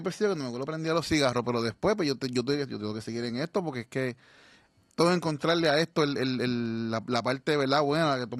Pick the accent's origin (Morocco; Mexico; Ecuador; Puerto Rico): Puerto Rico; San Juan; born there; yo nací en San Juan, ¿verdad? Mi crianza fue espectacular. Tuve mis cuatro abuelos